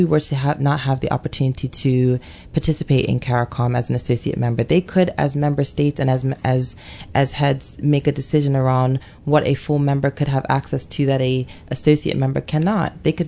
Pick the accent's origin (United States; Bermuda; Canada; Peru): Bermuda